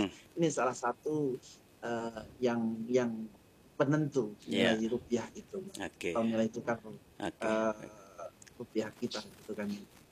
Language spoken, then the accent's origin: Indonesian; East Java, Indonesia; kita orang Madura